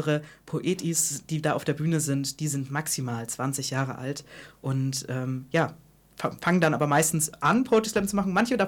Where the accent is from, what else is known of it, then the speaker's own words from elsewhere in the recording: Erlangen, Bavaria, Germany; Erlangen, deswegen, weil ich tatsächlich hier aufgewachsen bin. Also ich bin in Steudach geboren, falls das irgendjemandem was sagt.